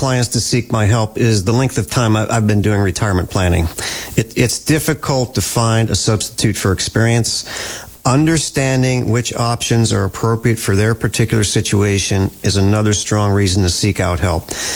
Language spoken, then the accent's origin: English; Harrisburg, Pennsylvania, United States; born or raised there